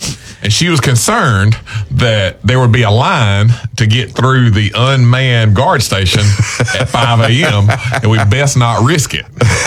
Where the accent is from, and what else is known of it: United States